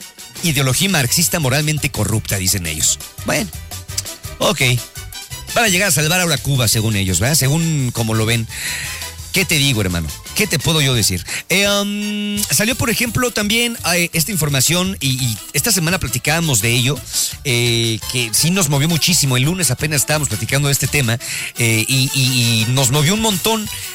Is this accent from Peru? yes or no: no; Mexico; siempre nosotros los mexicanos nos catalogamos a nosotros mismos como un país muy feliz